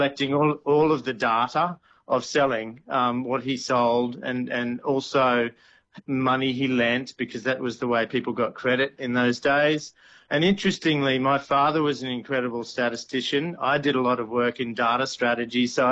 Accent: Australia

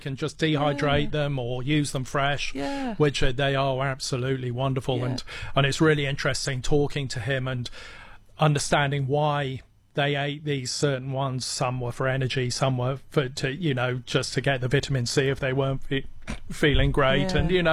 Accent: Wales, United Kingdom; born there; they're a bit like a Welsh cake, and I'm Welsh by descent, by birth and things

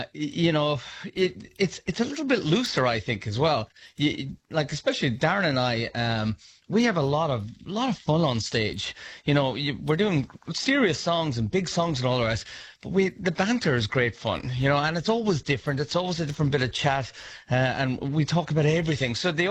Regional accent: Ireland; So it's I'm always torn, and because I'm from Ireland, you know, I can choose, you know.

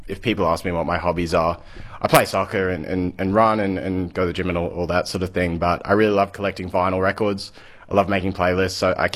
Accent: Perth, Western Australia, Australia; moved away as an adult; also born or lived in New Zealand; now in Kalgoorlie-Boulder, Australia; So I grew up in Perth. I'm born in New Zealand, like many, I think about a tenth of the population out here, something like that.

